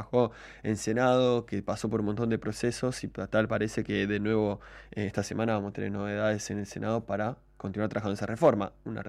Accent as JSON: {"language": "Spanish", "town": "Río Gallegos", "region": "Santa Cruz", "country": "Argentina", "tie": "born or raised there", "said": "Yo me crié en Santa Cruz y en Río Gallegos particularmente"}